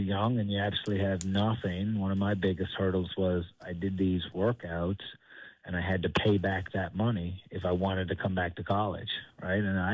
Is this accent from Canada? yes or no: yes; Newfoundland and Labrador, Canada; it came from growing up in Newfoundland, and, you know, you're from a real small town where you trust everybody around you.